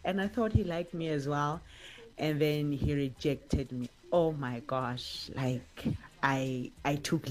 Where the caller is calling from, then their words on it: Gauteng, South Africa; here from the West Rand.